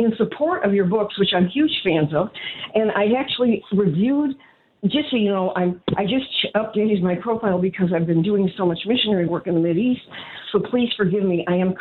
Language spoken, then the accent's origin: English; Chicago, Illinois, United States; when I grew up in Chicago with all this trauma